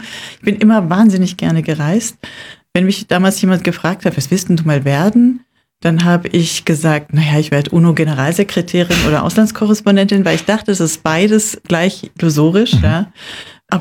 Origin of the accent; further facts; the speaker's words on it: Munich, Bavaria, Germany; aufgewachsen, zur Schule gegangen, habe dort studiert. Also ich fühle mich eigentlich dann schon eher als Münchnerin.